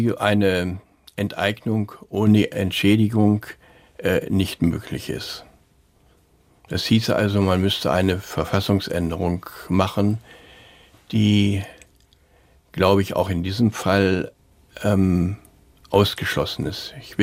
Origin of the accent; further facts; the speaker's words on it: Germany; moved away; ich komme ja aus Deutschland